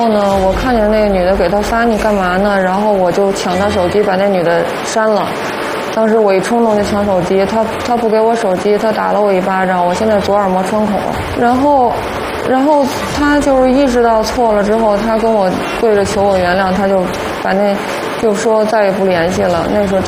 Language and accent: Chinese; Beijing, China; moved away; 因为他们都觉得我是北京的，肯定过两年就走了